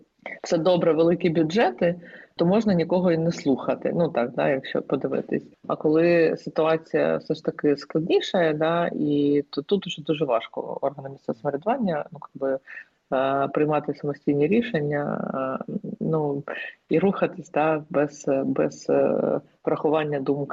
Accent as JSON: {"language": "Ukrainian", "town": "Kharkiv", "region": "Kharkiv Oblast", "country": "Ukraine", "said": "то, що навколо нас оточує, це в більшості формує своє розуміння, що я з Харкова."}